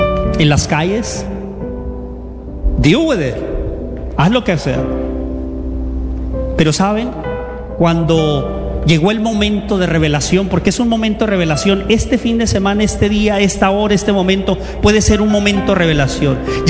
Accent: Mexico; also born or lived in United States; Yo, siendo un joven de 7, 8 años que crecí en México y aquí, y en un momento mi rompecabezas estaba por el suelo, no sabía si era mexicano o americano

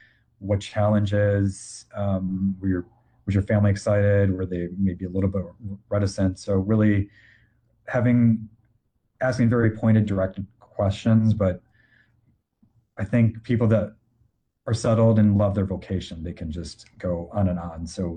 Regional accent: Chicago, Illinois, United States; And so I grew up in Chicago. So junior high through my time at Notre Dame as undergrad, the Bulls were the most dominant team in the 90s.

